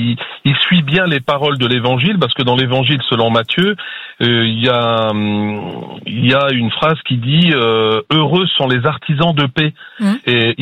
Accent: Grand Est, France; born there; now in Nancy, France; Je suis né à côté de Colombey-les-Deux-Églises et on allait au presbytère de Blécourt.

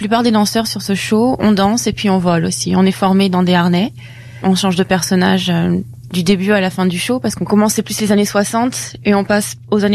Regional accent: Corsica, France; also born or lived in Nice / Paris; now in Las Vegas, United States; En fait, je suis corse. Donc, de Corse, j'ai eu une bourse d'études pour le conservatoire de Nice

